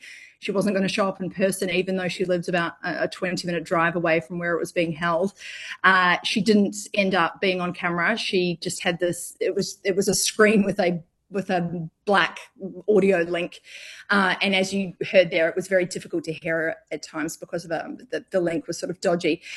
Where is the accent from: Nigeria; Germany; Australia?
Australia; Melbourne, Victoria; now in New Delhi, India; I'm from Melbourne, so I'm used to a lovely dry heat.